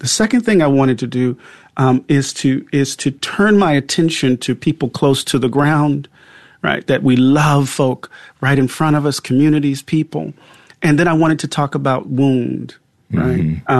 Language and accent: English; Mississippi, United States; I'm from Mississippi.